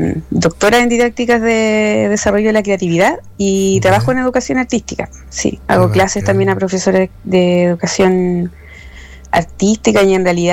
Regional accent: Temuco, Araucanía, Chile; now in Santiago, Chile; Ahora estoy en Temuco. Sí, yo soy de Temuco, vivo en Santiago, pero soy de Temuco.

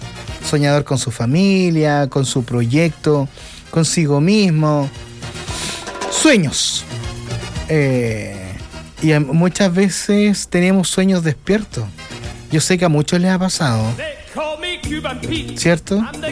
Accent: San Carlos, Ñuble, Chile; Son de San Carlos, mi tierra natal, sí.

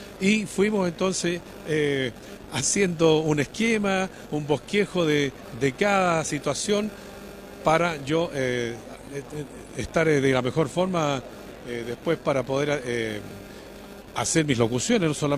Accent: Los Andes, Valparaíso, Chile; born there; moved away; Aquí estoy muy feliz y contento de estar nuevamente en mi tierra, pues, en mi ciudad, que me vio nacer desde la cuna y también profesionalmente, ¿no? Porque yo me inicié aquí en los Andes

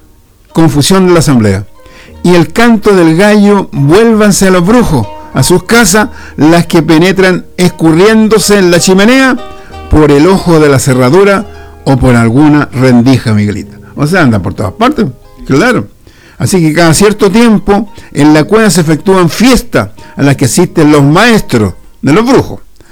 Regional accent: Chile; nuestro querido Chile

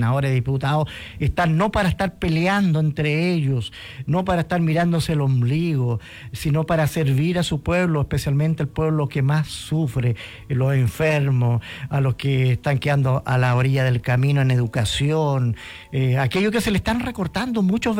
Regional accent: Chile

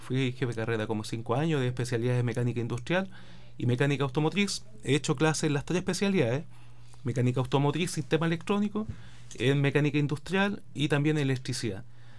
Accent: Iquique, Tarapacá, Chile; moved away as an adult; also born or lived in Santiago; now in San Javier, Chile; Yo vengo de Iquique, por lo tanto soy nortino, vengo de Iquique. Allá fue toda mi formación y laboral y también mi experiencia académica.

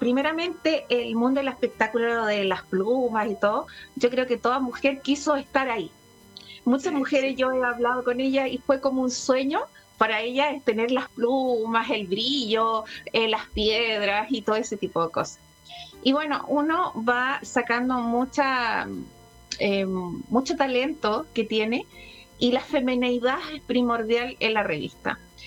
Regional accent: Chile; después como vedette chilena y al final me presentaban como la showwoman de Chile por muchos años.

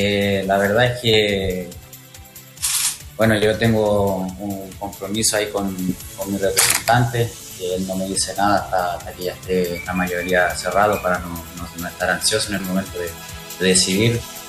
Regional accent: Brazil; Spanish is a second language; now in Chile; y quería venir a ayudar, a aportar con lo que crecí allá en Brasil.

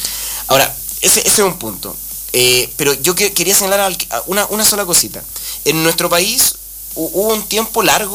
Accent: Chile; como chilenas y chilenos

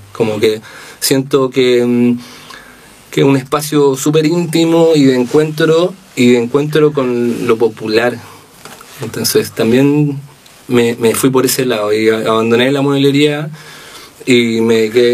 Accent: Santiago, Santiago Metropolitan Region, Chile; now in Maule, Chile; Igual yo vengo de Santiago

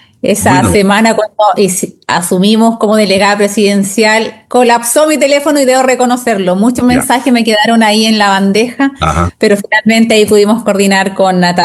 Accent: Valdivia, Los Ríos, Chile; yo nací y criada en Valdivia. Hace 14 años me fui a vivir a la costa de Valdivia, sector de Niebla. Así es que ahí estamos ya mi familia.

